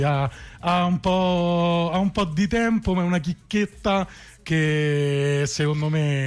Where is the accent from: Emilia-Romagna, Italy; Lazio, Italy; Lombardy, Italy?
Lazio, Italy; Rome; abbiamo scoperto dopo esserci cresciuti tutti, appunto, del nostro stretto quadrante di Roma.